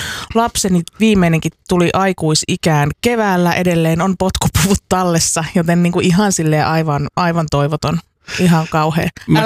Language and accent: Finnish; Espoo, Uusimaa, Finland; No mä oon Espoosta, eli sieluttomien kaupungista, kuten olen itsestä aina välillä kuvaillut.